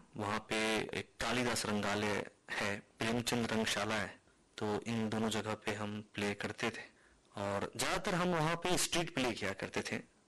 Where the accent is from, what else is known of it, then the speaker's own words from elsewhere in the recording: Bihar, India; क्योंकि मैं बिहार से हूँ तो मेरे यहाँ छठ, दिवाली, दशहरा ये सब बहुत धूमधाम से होता है।